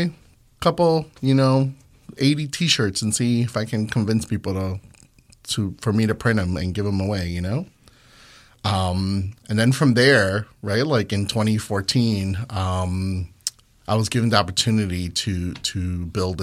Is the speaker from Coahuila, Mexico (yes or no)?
no; Loma Dorada, Jalisco, Mexico; English is a second language; now in Chicago, United States; So you know, I grew up in Jalisco. I actually grew up in the a little town called Loma Dorada, which is right below Tonalá